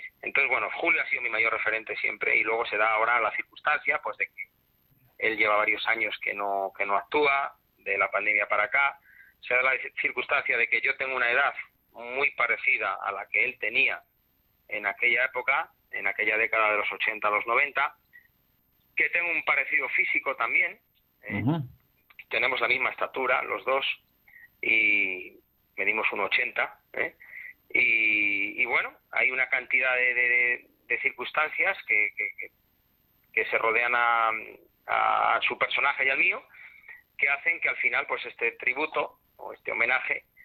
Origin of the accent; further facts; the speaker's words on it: Salamanca, Castile and León, Spain; moved away as an adult; now in Sanlúcar de Barrameda, Spain; allí en mi tierra, en Salamanca